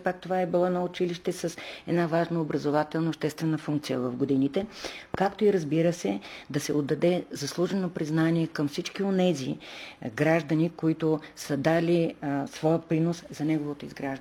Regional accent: Kardzhali, Kardzhali Province, Bulgaria; Аз съм си от Кърджали, моите корени са от тук.

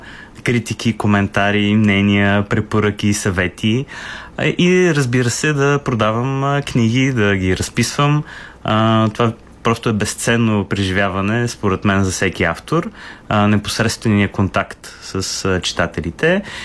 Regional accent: Sofia, Sofia City, Bulgaria; born there; moved away as an adult; аз, понеже съм квартален плъх, аз съм живял 39 години в Дружба 2

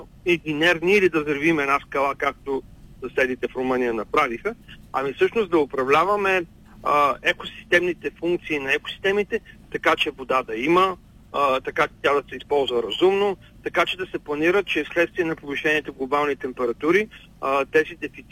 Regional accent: Northwest Bulgaria, Bulgaria; и аз съм от Северозапада, моите родители, и аз имам родини, които работят в Козлодуй

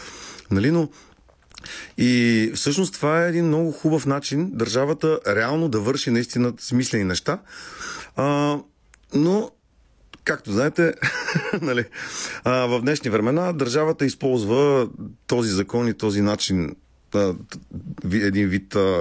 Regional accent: Dupnitsa, Kyustendil Province, Bulgaria; аз понеже съм от Дупница, на едно място в Дупница, което направихме едно време

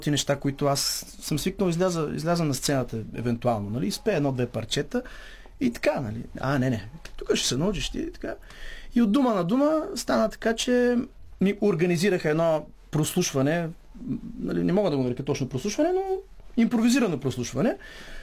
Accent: Gabrovo, Gabrovo Province, Bulgaria; moved away as an adult; now in Stara Zagora, Bulgaria; понеже аз съм от Габрова, тя от Търново

